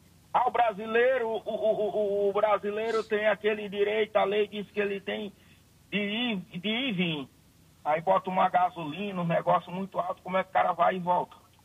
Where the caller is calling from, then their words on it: Roraima, Brazil; todos nós, né, roraimenses, e também como brasileiro.